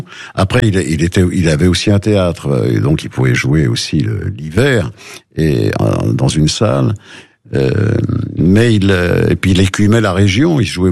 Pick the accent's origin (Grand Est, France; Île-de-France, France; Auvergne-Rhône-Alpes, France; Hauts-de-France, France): Auvergne-Rhône-Alpes, France; Saint-Étienne; born there; Je suis né à Saint-Étienne